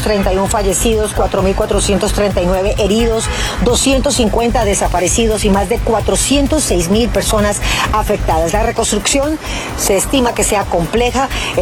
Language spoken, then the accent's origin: Spanish; Colombia; si somos colombianos